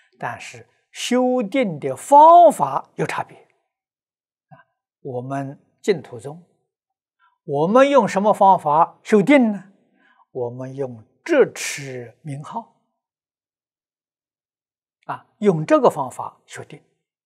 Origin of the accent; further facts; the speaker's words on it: China; 一定是成圆满的大智慧，我们中国人是这样翻法，这样说法。